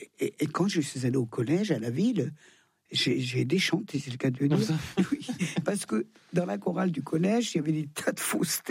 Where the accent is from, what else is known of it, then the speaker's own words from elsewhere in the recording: Thonon-les-Bains, Auvergne-Rhône-Alpes, France; Je suis née à Thonon.